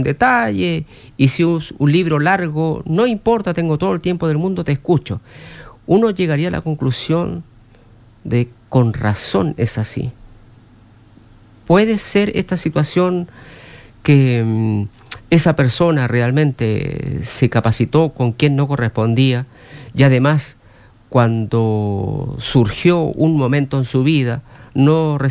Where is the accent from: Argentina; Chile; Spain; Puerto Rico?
Chile; Yo siendo chileno, a mí no me gusta cómo hablan aquí en Chile porque no pronuncian la D, no pronuncian la S